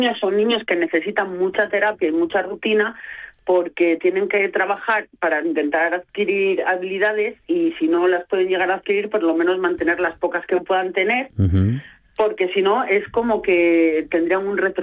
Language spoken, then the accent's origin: Spanish; Gijón, Asturias, Spain